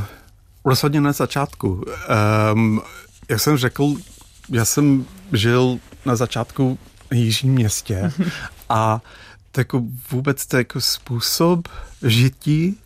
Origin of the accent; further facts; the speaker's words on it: Dublin, Leinster, Ireland; když jsem vyrůstal v Dublinu